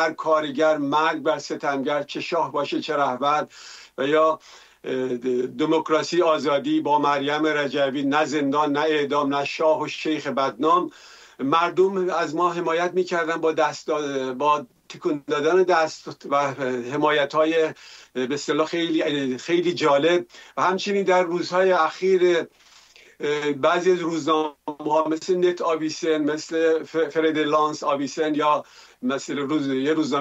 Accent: Karaj, Alborz, Iran; مثلا ما یادمه که به اصطلاح حتی شهیده بودن شهر خودمون کرج کارگران چیتسازی رو رژیم حدود 20 تن از اونان رو در سال 1350 کشت

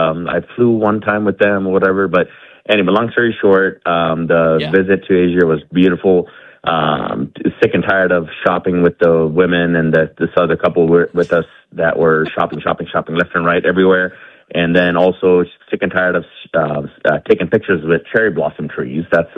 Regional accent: California, United States; I could have been a Raider or Niner fan here growing up in Northern California.

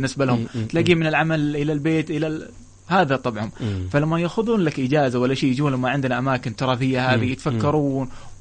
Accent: Saudi Arabia; also born or lived in Malaysia; نعم أنا طبعا تربيت في السعودية

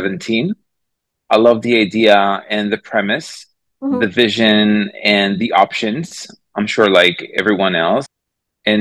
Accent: Israel; also born or lived in New York; now in Tel Aviv, Israel; Basically, I was born here in Israel 44 years ago. I basically lived here until I was 21. After the military service, I basically moved to New York

